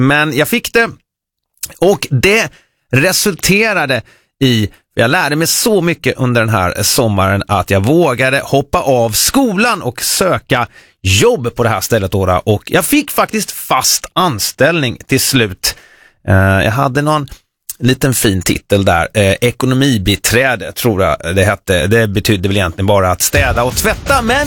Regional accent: Nässjö, Jönköping County, Sweden; Mitt första sommarjobb var på ett ålderdomshem i lilla Nässjö där jag växte upp.

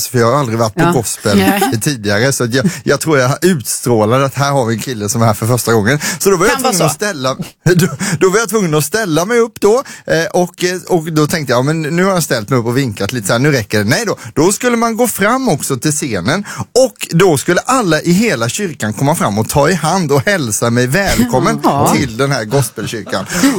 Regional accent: Sweden; som svensk vill man ju gärna kanske så här.

